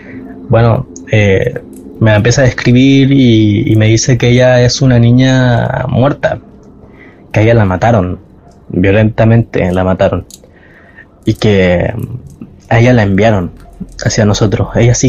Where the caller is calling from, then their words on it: Iquique, Tarapacá, Chile; nosotros somos de Iquique.